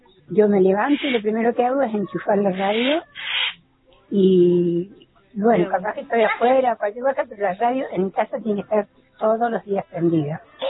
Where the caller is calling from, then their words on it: Cañada Seca, Argentina; Soy de Cañada Seca